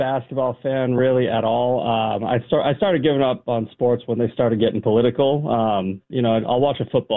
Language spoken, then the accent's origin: English; Boston, Massachusetts, United States; now in San Antonio, United States; I was actually born and raised in Boston